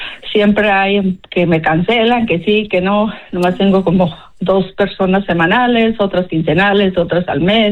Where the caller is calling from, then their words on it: Upland, California, United States; Vivo en la ciudad de Aplan